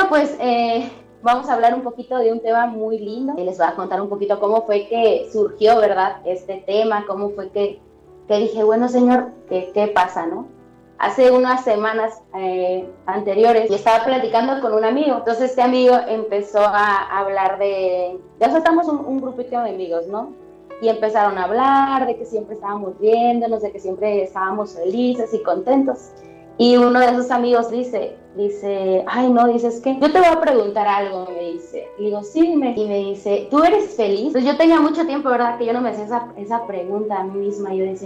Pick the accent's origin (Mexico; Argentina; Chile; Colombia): Mexico; San José Iturbide, Guanajuato; yo soy de San José Iturbide, Guanajuato, México.